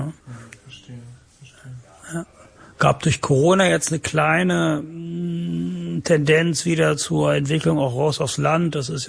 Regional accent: Wieblitz, Saxony-Anhalt, Germany; born or raised there

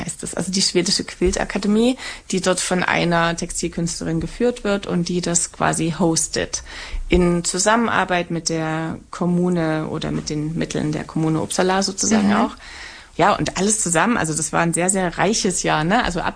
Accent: Saxony, Germany; born or raised there

